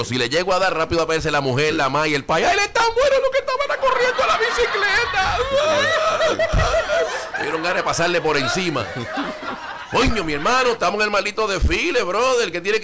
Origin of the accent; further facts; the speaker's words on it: Puerto Rico; es porque somos boricua